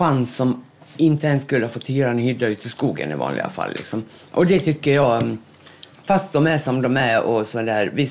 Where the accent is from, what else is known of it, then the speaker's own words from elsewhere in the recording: Orsa, Dalarna County, Sweden; Så när jag kom hem, eller tillbaka till min hemkommun Orsa då, då var jag bostadslös. Och tänkte att jag alltid vill lämna Orsa, va.